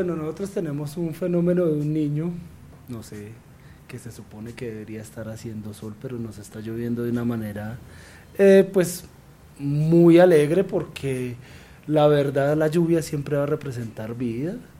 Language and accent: Spanish; Bogotá, Colombia; estamos haciendo un sacrificio como bogotanos, como colombianos